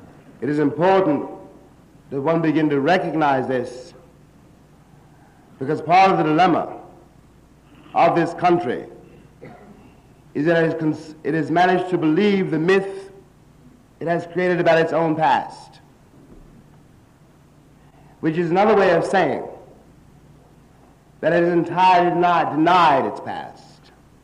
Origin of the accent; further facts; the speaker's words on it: New York, United States; as we say in Harlem